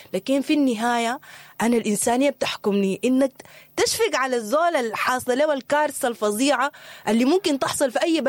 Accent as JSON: {"language": "Arabic", "country": "Sudan", "said": "احنا كسودانيين"}